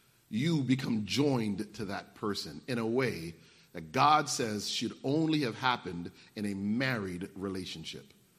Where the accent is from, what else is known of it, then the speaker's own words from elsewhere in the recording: Connecticut, United States; moved away; I grew up in Connecticut, and I went back up there to practice